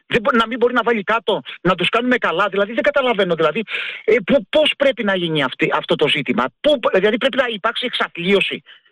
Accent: Patras, Western Greece, Greece; εγώ βλέπω την πόλη μου, την Πάτρα, αυτή τη στιγμή το πρωί να είναι μια έρημη πόλη.

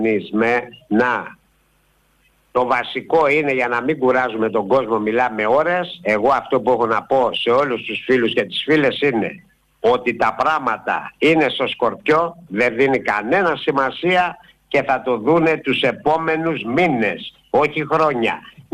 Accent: Ermoupoli, South Aegean, Greece; Ευτυχώς που κατάγομαι από την Ερμούπολη της Σύρου, που είναι η πρωτεύουσα των Κυκλάδων

